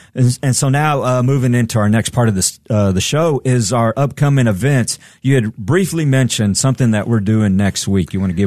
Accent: Odessa, Texas, United States; I am from Odessa, Texas, and man, it gets hot.

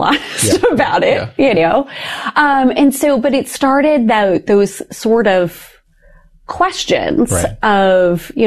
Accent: Ohio, United States; So I grew up in a very rural part of Ohio. And my family, we were churchgoers. My grandfather on my dad's side was a Baptist minister who started three congregations.

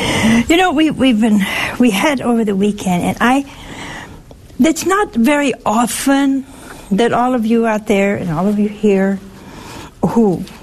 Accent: Ohio, United States; We had people from my home state, Ohio, from Pennsylvania.

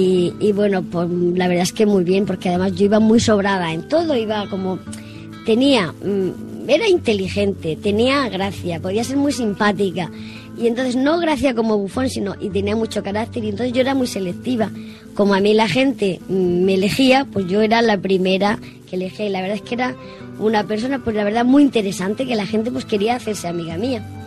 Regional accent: Valencia, Valencian Community, Spain; now in Murcia, Spain; me vine de Valencia aquí a Murcia, porque en Murcia sí que hay psicología

